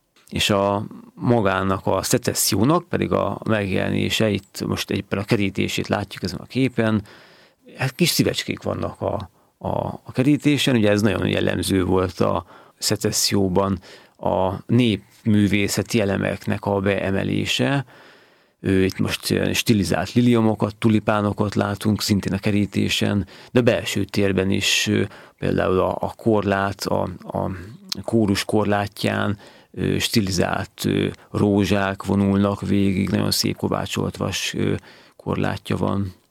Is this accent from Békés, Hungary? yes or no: no; Hódmezővásárhely, Csongrád-Csanád, Hungary; de hát a szívem húz haza, tulajdonképpen én Hódmezővásárhelyen születtem, és ott is éltem, életem első szakaszában, és sokat láttam ezt a templomot